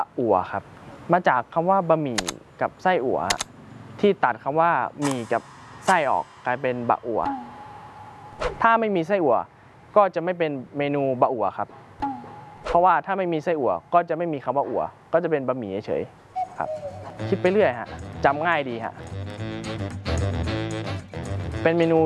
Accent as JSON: {"language": "Thai", "region": "Chiang Mai", "country": "Thailand", "tie": "born or raised there", "said": "โดยกำเนิดผมเป็นคนภาคเหนืออยู่แล้วนะเป็นคนเชียงใหม่อยู่แล้วพ่อแม่ก็ให้กินอาหารเหนือตลอดโดยตั้งแต่เด็กก็กินอาหารเหนือ"}